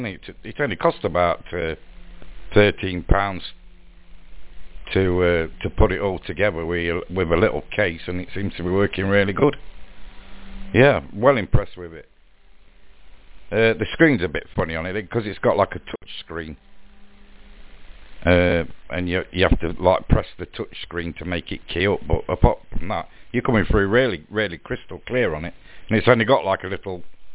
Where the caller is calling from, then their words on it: East Midlands, United Kingdom; Yeah, I'm not far from East Midlands Airport, if you know where that is, just off the M1 Junction 24